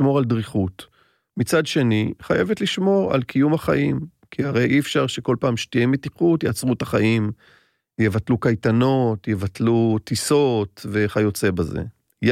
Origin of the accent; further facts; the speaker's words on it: Tel Aviv, Tel Aviv District, Israel; כשהייתי נער ועבדתי בקונדיטוריה, מול הבית שלי בפלורנטין